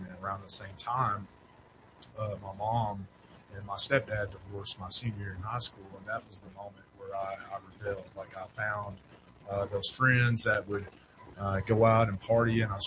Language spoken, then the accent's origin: English; Fordyce, Arkansas, United States; So I was raised in South Arkansas, a little town called Fordyce.